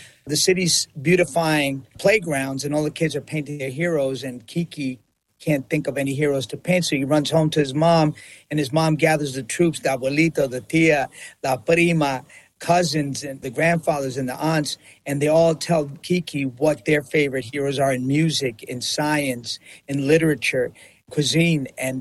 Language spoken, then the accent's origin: English; New York, United States; growing up in New York in the 70s.